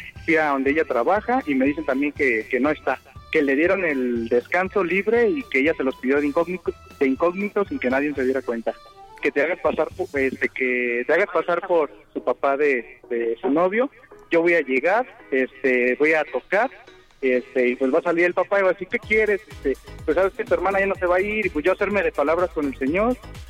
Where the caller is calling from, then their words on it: Colima, Mexico; Somos de Colima.